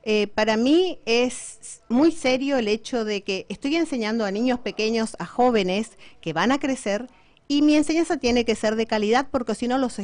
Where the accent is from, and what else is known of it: Formosa, Argentina; moved away as an adult